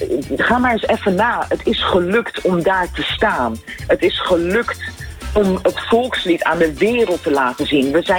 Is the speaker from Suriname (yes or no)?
no; Curaçao; wij als Curaçaoënaars